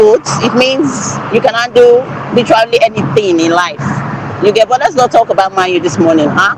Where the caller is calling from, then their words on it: Nigeria; I don't know how I've been able to combine being a Nigerian and a Man U fan.